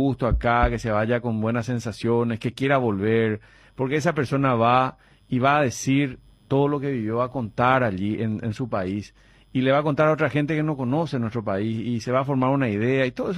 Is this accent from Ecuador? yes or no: no; Paraguay; Yo soy de Paraguay.